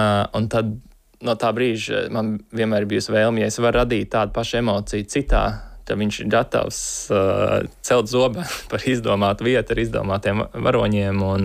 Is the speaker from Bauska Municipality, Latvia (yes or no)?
yes; Bauska, Bauska Municipality, Latvia; Jā, Bauskā ir. Nē, mana mamma ir sporta speciāliste. Man praktiski no 4 gadu vecuma ir bijis jābūt sportā.